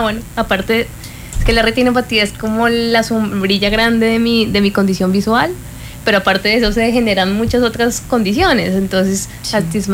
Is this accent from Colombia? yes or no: yes; Cúcuta, Norte de Santander, Colombia; born there; en la ciudad que nací, yo soy de Cúcuta, no de Bogotá, pero de Cúcuta.